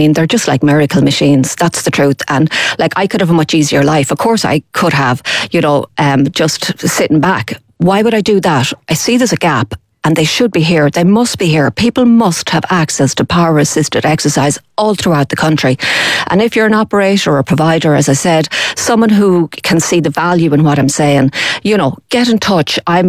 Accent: Achill Island, Connacht, Ireland; now in Castlebar, Ireland; I'm from Achill Island originally, but I'm based in Castlebar.

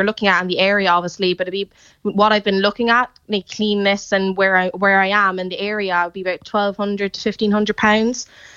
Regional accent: Cork, Munster, Ireland; moved away as an adult; now in United Kingdom; I'm originally from Cork.

